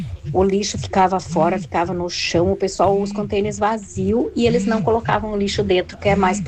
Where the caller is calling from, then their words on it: Joaçaba, Santa Catarina, Brazil; Eu adoro a cidade de Joaçaba.